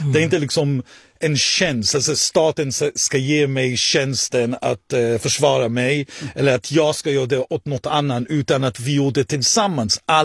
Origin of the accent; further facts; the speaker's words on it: Israel; now in Sweden; där jag kommer ifrån, Israel, så är det krig hela tiden.